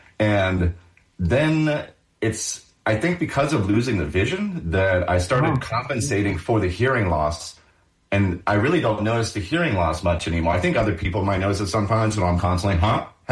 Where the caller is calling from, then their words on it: Columbus, Ohio, United States; Calling in from Columbus, Ohio.